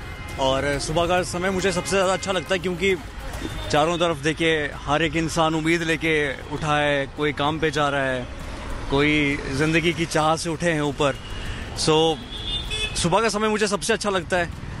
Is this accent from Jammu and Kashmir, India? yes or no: yes; Jammu and Kashmir, India; moved away as an adult; now in Mumbai, India; So basically मैं जम्मू कश्मीर से हूँ और मैं मुंबई 5 साल पहले आया हूँ।